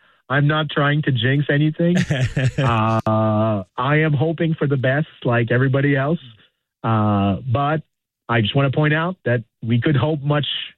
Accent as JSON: {"language": "English", "region": "Quebec", "country": "Canada", "moved": "yes", "lives_now": "Virginia, United States", "said": "I'm originally from Quebec."}